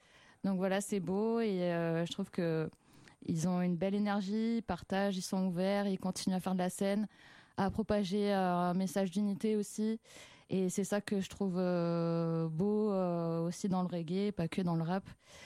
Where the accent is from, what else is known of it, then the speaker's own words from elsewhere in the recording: Marseille, Provence-Alpes-Côte d'Azur, France; je viens de Marseille. Je viens de la ville du Sud et du Soleil